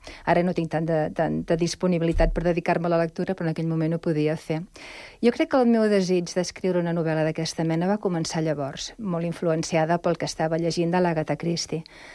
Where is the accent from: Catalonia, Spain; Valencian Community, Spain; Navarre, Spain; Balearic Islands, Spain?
Catalonia, Spain; Sabadell; born there; now in Sant Cugat, Spain; Doncs jo sóc de Sabadell, vaig néixer allà, però he viscut la major part de la meva vida aquí a Sant Cugat.